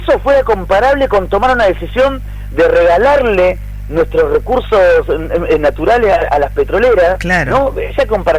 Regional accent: Cutral Có, Neuquén, Argentina; born there; Yo soy nacido en Cutralcó, yo conozco la comarca

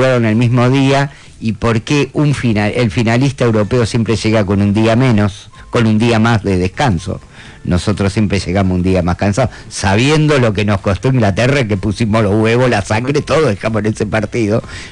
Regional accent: Argentina; uno está cansado como argentino.

